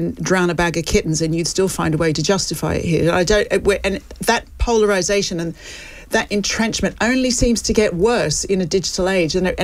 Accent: Australia; moved away; I come from Australia as well

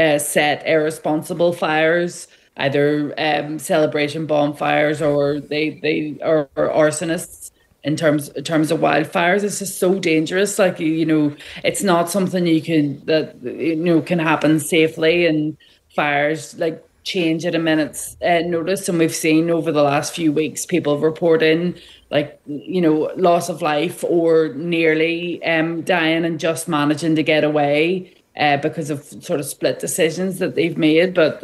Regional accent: Belfast, Northern Ireland, United Kingdom; I'm from Belfast, but I absolutely love it.

